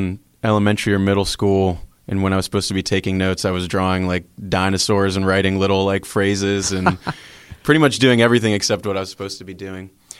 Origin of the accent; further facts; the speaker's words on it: Pittsburgh, Pennsylvania, United States; also born or lived in Tacoma, Washington; I was born actually in Tacoma, Washington, but I don't remember anything about it because we moved over to Pittsburgh when I was pretty young. I want to say couple years old. So I grew up in the Wexford area